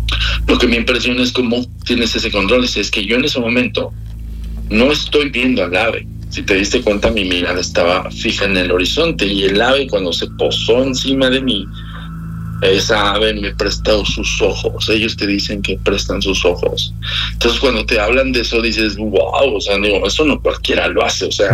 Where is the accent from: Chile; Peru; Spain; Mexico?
Mexico; Yo para mí, yo jamás, es más, ni siendo mexicano, soy así como, claro, idiático.